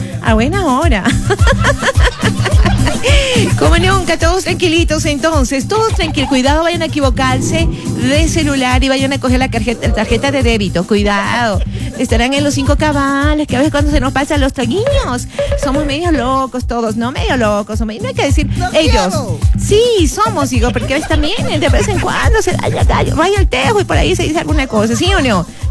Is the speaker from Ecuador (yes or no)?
yes; Ecuador; En fin, así somos los ecuatorianos.